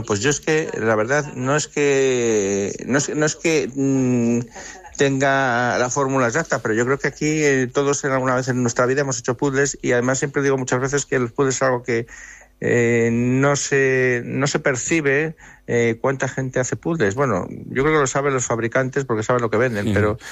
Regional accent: Valladolid, Castile and León, Spain; las personas que lo hemos promovido somos de aquí, de Valladolid.

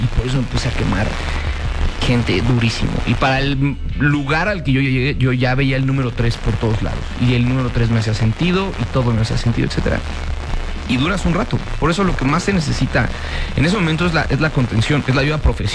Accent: Mexico; si elegimos como mexicanos, por más cursi que suene, el amor

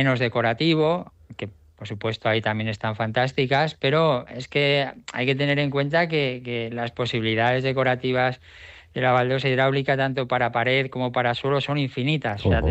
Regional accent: Pinoso, Valencian Community, Spain; also born or lived in Alicante; Alicante, nací en Alicante, pero Pinoso ha sido como yo pasé mi infancia, que tengo unos recuerdos increíbles, hasta los 11, 12 años en Rodriguillo, Pinoso, una aldeíta de Pinoso.

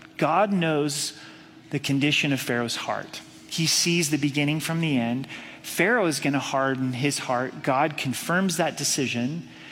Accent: Oregon, United States; moved away as an adult; I'm from Oregon. I drove out from Oregon to Colorado when I was 21, almost 22, to move here. My parents moved from Oregon to Denver.

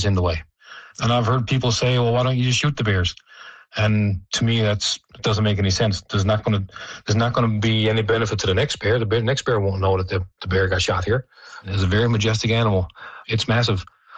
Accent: Black Tickle, Newfoundland and Labrador, Canada; I grew up in Blacktickle, so, I mean, I can remember once going into my uncle's house and just getting in through the door and the polar bear walked past the door.

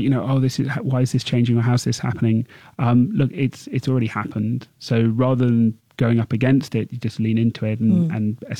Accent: Singapore; being Singaporean, I think we can be very proud of the fact that it's got its roots here

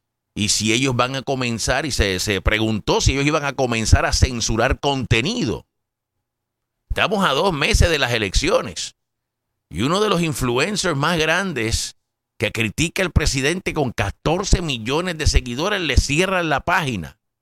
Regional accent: Caguas, Puerto Rico; como dicen allá en mi pueblo, en Caguas, en el barrio Turabo Garden

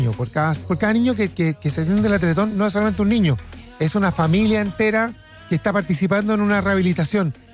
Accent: Chile

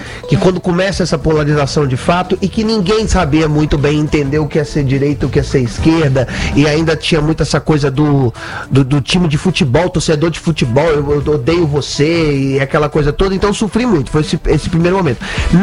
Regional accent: Minas Gerais, Brazil; now in China; Eu venho de Minas Gerais, então eu como. Mas ultimamente agora eu tô com enchendo pandu de biscoito da sorte, porque eu tô na China

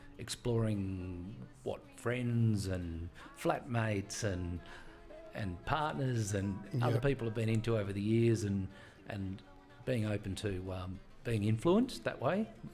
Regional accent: Sydney, New South Wales, Australia; I grew up in the Northern Beaches, so there was a lot of pub rock … stuff like that.

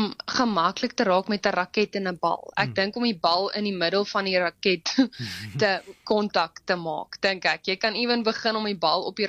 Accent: Bloemfontein, Free State, South Africa; also born or lived in United States; ek is van Bloemfontein af

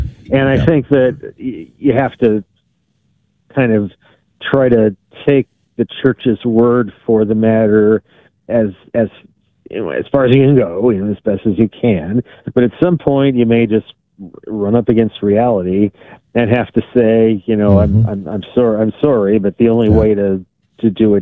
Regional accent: Wisconsin, United States; My home state, Wisconsin, hasn't had the death penalty since sometime in the 1800s.

